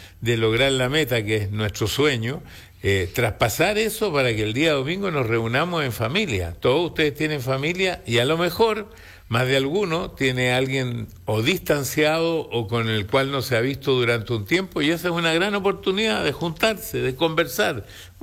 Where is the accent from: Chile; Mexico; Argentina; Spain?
Chile; moved away as an adult; now in United States; yo soy chileno.